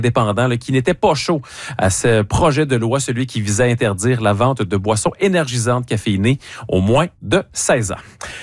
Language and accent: French; Quebec, Canada; chez nous, au Québec